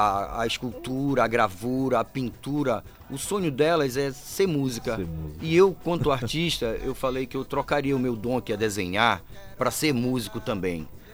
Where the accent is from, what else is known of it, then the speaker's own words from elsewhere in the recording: Belém, Pará, Brazil; porque eu sou daqui de Belém.